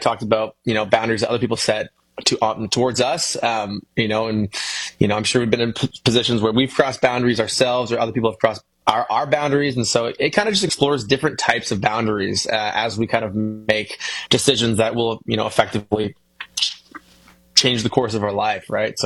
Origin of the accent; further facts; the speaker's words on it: London, Ontario, Canada; my hometown, which is London, Ontario.